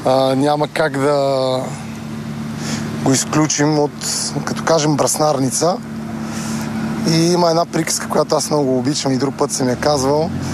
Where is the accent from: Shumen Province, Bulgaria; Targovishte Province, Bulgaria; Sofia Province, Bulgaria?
Sofia Province, Bulgaria; Kostinbrod; Аз съм от Костинброд.